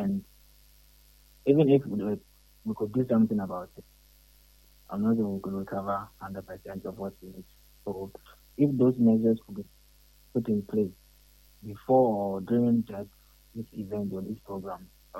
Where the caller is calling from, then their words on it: Takoradi, Western Region, Ghana; I'm calling from Takoradi.